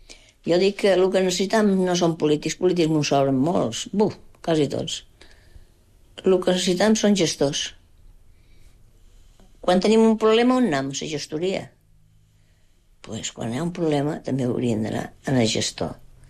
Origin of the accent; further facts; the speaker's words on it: Balearic Islands, Spain; born there; Jo... de Menorca, jo he nascut a Menorca, però a mi m'ha agradat molt el Louis Vicent.